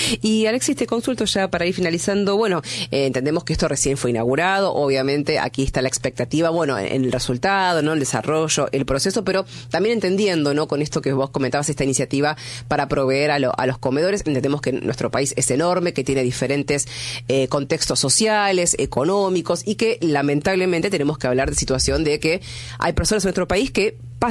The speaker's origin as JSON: {"language": "Spanish", "country": "Argentina", "said": "nos llena de orgullo a todos como argentinos"}